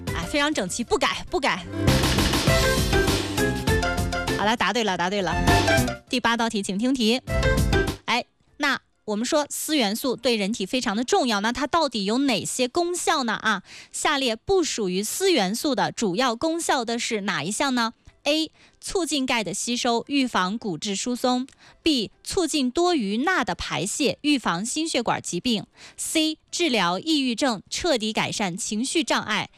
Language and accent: Chinese; Qinghai, China